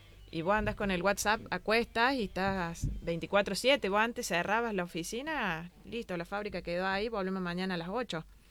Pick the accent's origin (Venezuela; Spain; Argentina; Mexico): Argentina; vengo de Argentina.